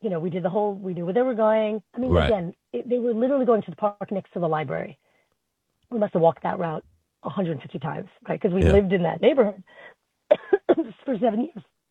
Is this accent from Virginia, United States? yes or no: no; Flushing, New York, United States; So, like, when I was six, I walked home. I grew up in Flushing.